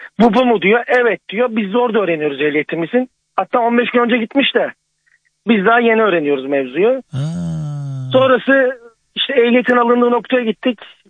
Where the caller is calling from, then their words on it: Kocaeli, Turkey; Kocaeli'nden arıyorum, Bursa'ya doğru gidiyorum.